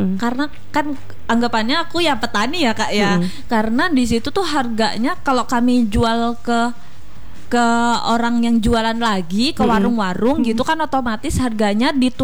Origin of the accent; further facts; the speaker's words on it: Pulang Pisau, Central Kalimantan, Indonesia; now in Palangka Raya, Indonesia; Ya, asalnya di Pulang Pisau, selama di Pulang Pisau.